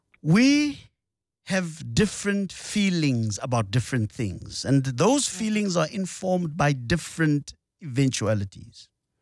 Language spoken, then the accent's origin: English; South Africa; our law, the South African law, says that if a child is born of one of the parents being South African